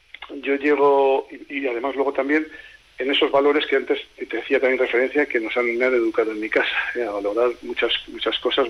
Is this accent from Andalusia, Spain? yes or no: no; Haro, La Rioja, Spain; estoy orgulloso de decir que soy de Aro y lo llevo a gala, intento estar a la altura de lo que significa ser de Aro